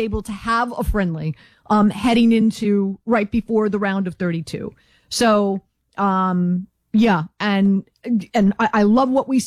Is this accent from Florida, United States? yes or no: yes; Miami, Florida, United States; Well, I'm born and raised in Miami.